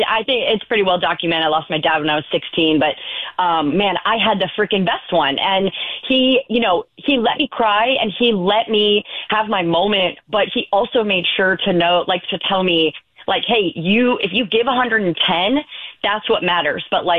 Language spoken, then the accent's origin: English; Wildwood, Missouri, United States; I grew up in Wildwood